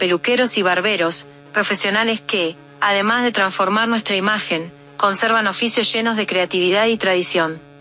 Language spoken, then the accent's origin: Spanish; Argentina; la argentina más mexicana.